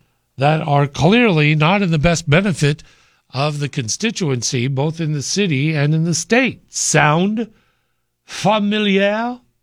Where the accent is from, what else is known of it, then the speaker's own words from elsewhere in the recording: Chicago, Illinois, United States; born there; I was born in Chicago.